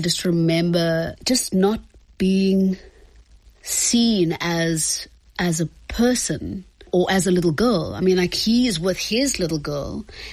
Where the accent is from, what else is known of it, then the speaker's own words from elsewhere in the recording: Eastern Cape, South Africa; I have really fond memories of community life growing up in the Eastern Cape. There are a lot of rural areas, and then there are urban areas. And I grew up in a more urban area and an urban township.